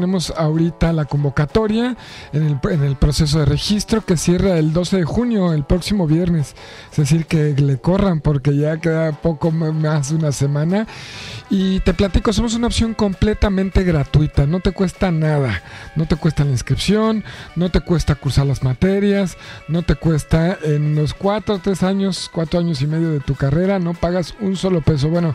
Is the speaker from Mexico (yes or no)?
yes; Cuernavaca, Morelos, Mexico; Yo, por ejemplo, soy de Cuernavaca, que tenía una banda.